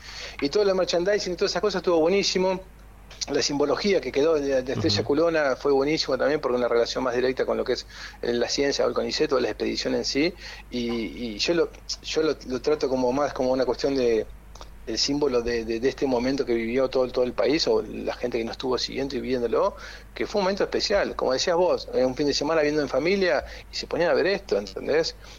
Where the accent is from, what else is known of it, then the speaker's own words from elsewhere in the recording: Argentina; Entonces, como bueno, competitivos somos de argentinos, dijimos, bueno, primera expedición en Argentina, queremos llegar a 1.000.